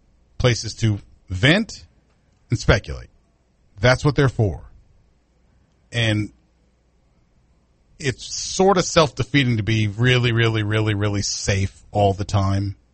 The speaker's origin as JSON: {"language": "English", "region": "Kansas", "country": "United States", "said": "I went to Kansas. I'm from Kansas."}